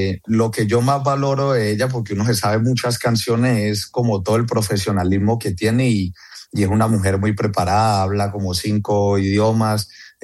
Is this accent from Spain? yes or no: no; Cali, Valle del Cauca, Colombia